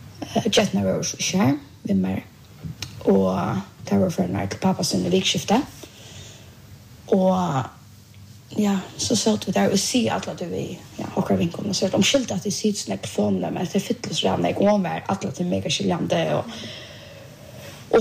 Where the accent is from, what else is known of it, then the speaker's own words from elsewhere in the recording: Bulgaria; Swedish is a second language; Och jag är från Bulgaria, faktiskt bara vi här som är ifrån.